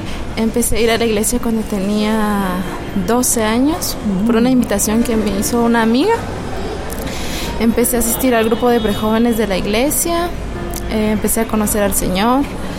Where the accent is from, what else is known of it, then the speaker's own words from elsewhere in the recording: San Lucas Tolimán, Sololá, Guatemala; Actualmente soy de Sololá, San Lucas, Tolimán.